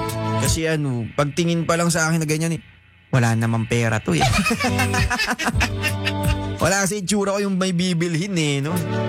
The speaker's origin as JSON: {"language": "Tagalog", "town": "San Isidro", "region": "Cagayan Valley", "country": "Philippines", "said": "Yeah, taga San Isidro po ako, kaysa San Isidro, Isabela."}